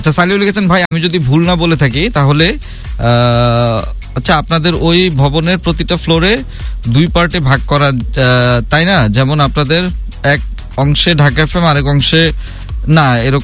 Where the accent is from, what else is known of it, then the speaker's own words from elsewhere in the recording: Rangpur, Rangpur Division, Bangladesh; ওকে, আমাদের রংপুরের প্রচুর রোদ, তারপরে লোডশেডিং, কারেন্ট তো যায় না তবে মাঝে মাঝে আসে